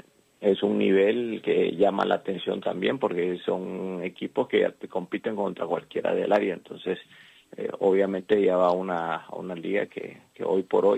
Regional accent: Guatemala; also born or lived in Nicaragua; Prácticamente estoy cumpliendo 50 años de estar en Guatemala, toda una vida acá. Vine desde muy pequeño

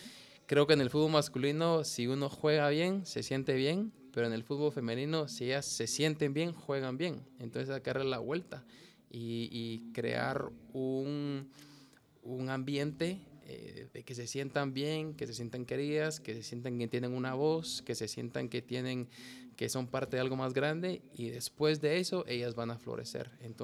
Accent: Guatemala City, Guatemala Department, Guatemala; como buen guatemalteco. Yo, bueno, crecí ahí por la Universidad de San Carlos

